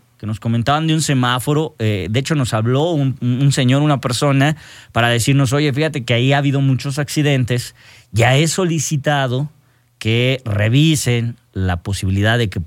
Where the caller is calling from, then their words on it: La Concepción, Mexico; Soy de la Concepción, de la comunidad de La Concepción.